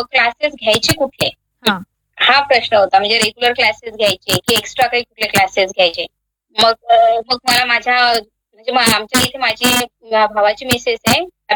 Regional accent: Jamner, Maharashtra, India; also born or lived in Buldhana; म्हणजे माझं माहेर जे आहे ते माहेर माझं जामनेर आहे आणि सासर जे आहे ते बुलढाणा आहे.

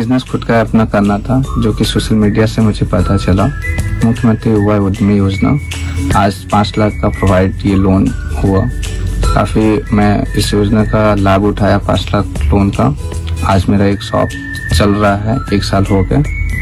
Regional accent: Azamgarh, Uttar Pradesh, India; मैं रहने वाला जिला आजमगढ़ से बिलोंग करता हूँ, मेरा गांव बलरामपुर में पड़ेगा।

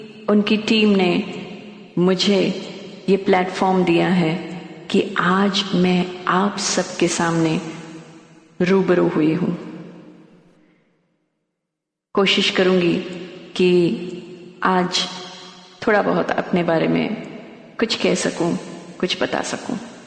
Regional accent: Mumbai, Maharashtra, India; और मैं मुंबई से हूं।

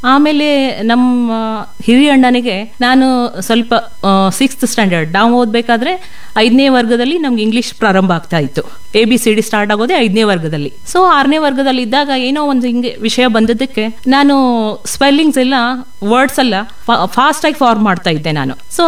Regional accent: Athani, Karnataka, India; born there; ನನ್ನ ಹುಟ್ಟು ಶ್ರೀ ಅಥಣಿ ಮುರುಗೇಂದ್ರ ಶಿವಯೋಗಿಗಳ ಪುಣ್ಯ ತಪೋಭೂಮಿಯಾದ ಅಥಣಿಯಲ್ಲಿ ನನ್ನ ಜನನ.

